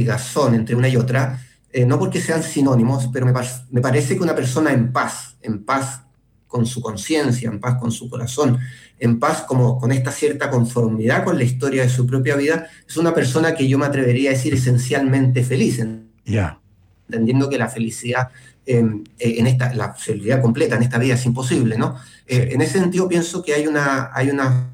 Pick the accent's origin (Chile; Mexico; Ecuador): Chile; somos muchos los chilenos y no todos somos de la misma manera